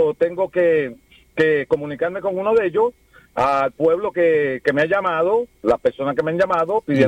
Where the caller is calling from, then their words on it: St. Croix, U.S. Virgin Islands; Ahora mismo el pueblo de Wim, la parte de Wim y Campo Rico, nosotros estamos sufriendo con la tubería de nosotros